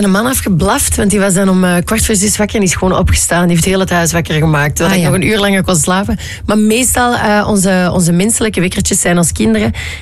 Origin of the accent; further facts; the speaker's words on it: Netherlands; En voor de rest ben ik een Nederlander, in hart en nieren.